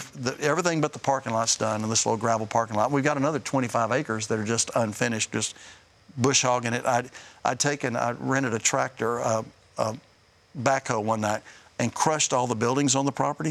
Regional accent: Texas, United States; now in Nashville, United States; I thought, that's crazy. I'm from Texas.

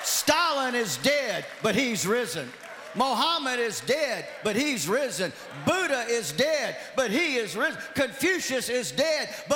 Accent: United States

